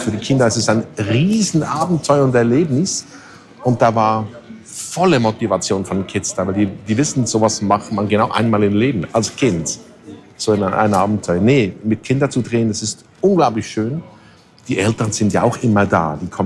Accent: Switzerland

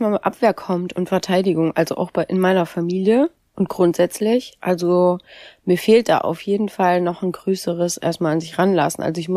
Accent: West Germany, Germany; für mich als Westdeutsche

